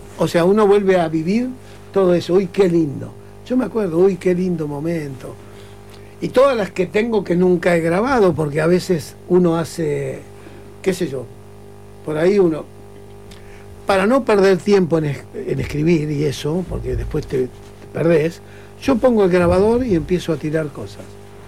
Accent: Uruguay; Soy un vecino más, muy feliz de estar acá y muy feliz de estar en mi país, en Uruguay.

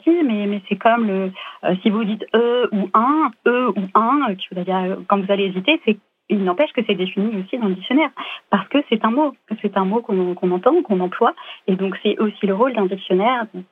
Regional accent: France; Donc moi, en tant que Française, en tout cas, j'ai besoin de comprendre ce que signifie fac.

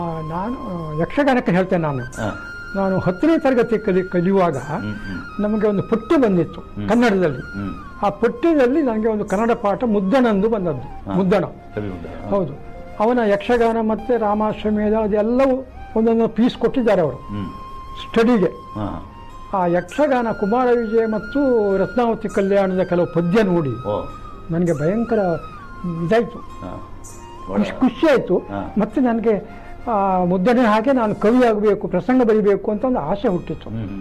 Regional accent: Karki, Karnataka, India; also born or lived in Basrur / Kundapura; ಬಾಲ್ಯ ನನ್ನ ತಂದೆಯ ಮನೆಯಲ್ಲಿ ಕರ್ಕಿ ಅಂತ, ಅಲ್ಲಿ ಕರ್ಕಿ ಅಲ್ಲಿ ಹತ್ತಿರ ಹಟ್ಟಿ ಅಂಗಡಿ ಅಂತ ನೀವು ಕೇಳಿರ್ಬೋದು.

